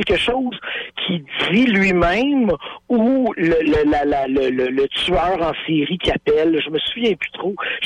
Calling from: Montreal, Quebec, Canada; je suis à Pointe-aux-Trembles en ce moment, assis sur mon balcon.

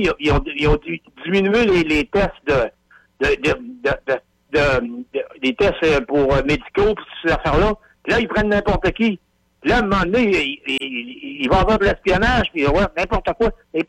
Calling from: Montreal, Quebec, Canada; Moi, je rappelle de Montréal.

